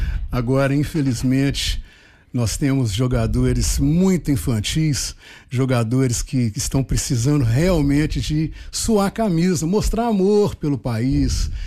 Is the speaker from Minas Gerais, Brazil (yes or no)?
yes; Caeté, Minas Gerais, Brazil; eu sou mineiro, né? Sou nascido numa cidade do interior maravilhosa que se chama Caeté, né? Em Minas Gerais, no estado de Minas Gerais. É uma cidade que tem a parte cultural bastante, vamos colocar, exacerbada.